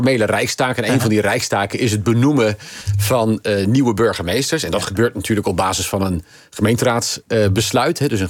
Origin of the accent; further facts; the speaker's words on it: Zaamslag, Zeeland, Netherlands; born there; moved away as an adult; also born or lived in Bruinisse / Alphen aan den Rijn / Rotterdam; Ik ben er geboren natuurlijk, in Bruinisse. Ik ben opgegroeid in Zaamslag, Zeeuws-Vlaanderen.